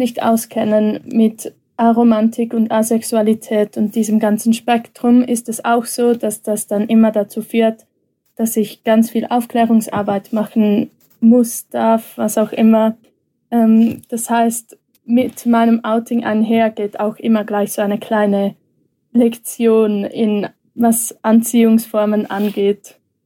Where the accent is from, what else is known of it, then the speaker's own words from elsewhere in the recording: Switzerland; Ich komme aus der Schweiz, was ihr vielleicht an meinem Akzent hören könnt. Und ich bin als Pastorenkind in einer Krishona, respektive heute Viva-Kirche, aufgewachsen.